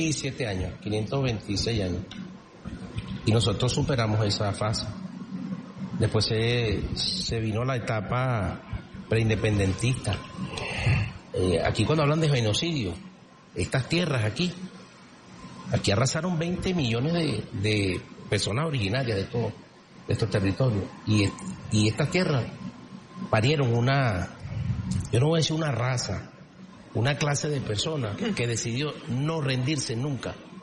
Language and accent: Spanish; Caracas, Capital District, Venezuela; born there; 7 días después del terremoto del año 1967, en la clínica Concepción Palacio. Soy sanjuanero de nacimiento.